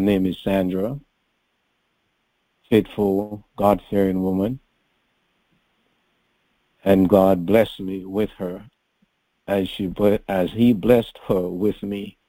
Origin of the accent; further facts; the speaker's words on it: Grenada; I was born and raised in Grenada.